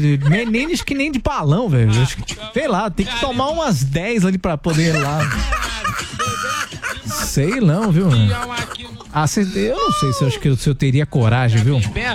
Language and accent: Portuguese; Sorocaba, São Paulo, Brazil; Eu sou de Sorocaba, né?